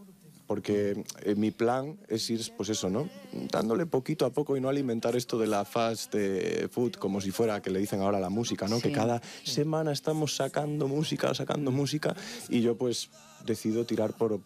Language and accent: Spanish; Tui, Galicia, Spain; en Tui, en mi tierra, justo en Galicia